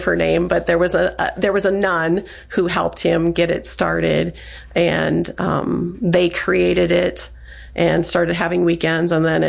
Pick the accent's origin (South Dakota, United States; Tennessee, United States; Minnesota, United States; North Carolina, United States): South Dakota, United States; Florence; And I grew up in Florence, which is up by Watertown.